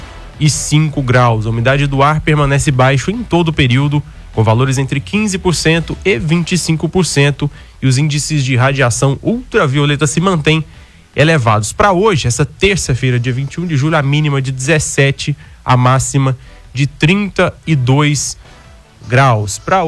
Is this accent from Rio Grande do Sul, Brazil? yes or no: no; Cristalina, Goiás, Brazil; now in Goiânia, Brazil; Cidade mais fria do estado de Goiás, minha terrinha Cristalina